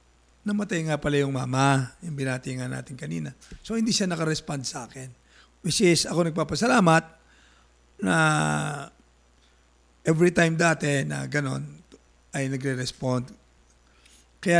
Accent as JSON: {"language": "Tagalog", "area": "Batangas", "region": "Calabarzon", "country": "Philippines", "moved": "yes", "said": "ang tawag sa amin sa Batangas noon"}